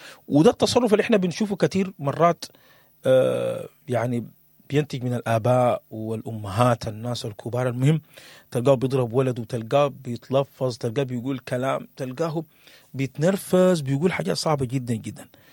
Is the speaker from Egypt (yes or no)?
no; Sudan; moved away; يحفظ كل الناس اللي هاجرت وسابت السودان وبعيدة من السودان ولها سنين طويلة في دول مختلفة, يعني احنا في شتات غير عادي في دول كثيرة جدا جدا.